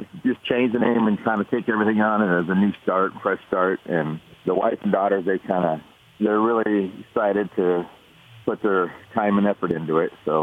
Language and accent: English; Dallas, South Dakota, United States; moved away as an adult; also born or lived in Los Angeles, California; now in Gregory, United States; I was born and raised in Dallas, South Dakota, and joined the military and went all over the world, I guess, traveled, and then ended up retiring as a mail carrier out of Los Angeles, California. Then I ended up moving back here.